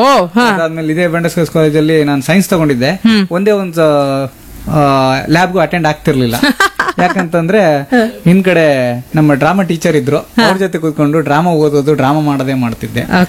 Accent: Kundapura, Karnataka, India; ನಾನು ಕೂಡ ಇದೇ ಕುಂದಾಪುರದ ಹುಟ್ಟಿ ಬೆಳೆದವನು

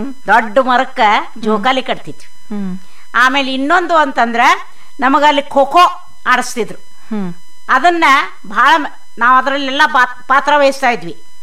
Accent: Bagalkot, Karnataka, India; born there; now in Belagavi, India; ನನ್ನ ಬಾಲ್ಯದಲ್ಲಿ ನಾನು ಸಕ್ರಿ ಹೈಸ್ಕೂಲ್ ಬಾಗಲಕೋಟದಲ್ಲಿ ಪ್ರೈಮರಿ

